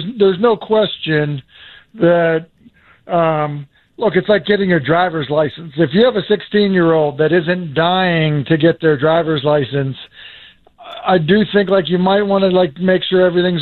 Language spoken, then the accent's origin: English; Massachusetts, United States; Like, I grew up in Massachusetts, went to Boston College.